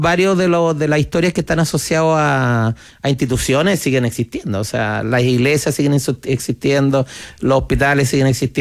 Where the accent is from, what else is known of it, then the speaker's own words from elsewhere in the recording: Santiago, Santiago Metropolitan Region, Chile; yo además soy habitante de La Chimba y nacido y criado ahí, pues, nací a dos calles del Estadio Santa Laura